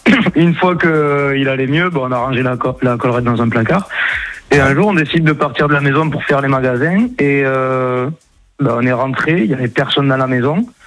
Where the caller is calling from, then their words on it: Arcachon, Nouvelle-Aquitaine, France; Moi, je suis sur Arcachon.